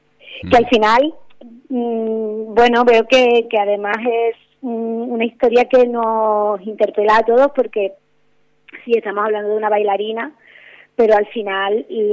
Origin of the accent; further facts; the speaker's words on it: Andalusia, Spain; yo como andaluza que soy